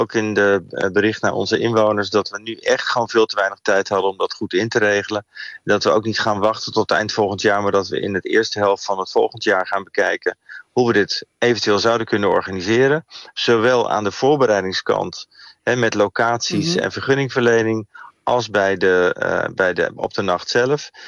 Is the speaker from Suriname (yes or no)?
no; Netherlands